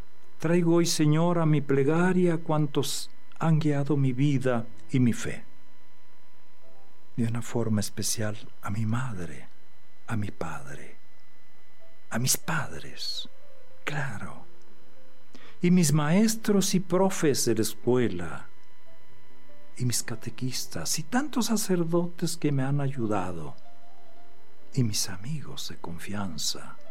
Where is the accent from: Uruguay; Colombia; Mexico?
Mexico